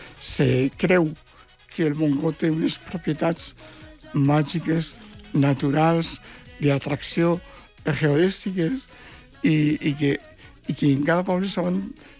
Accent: Valencian Community, Spain; com som els valencians. Som traqueros, som bogueros, som festeros

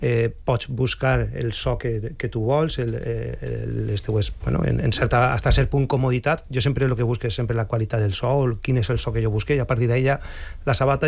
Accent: Bétera, Valencian Community, Spain; Soc de Vetera.

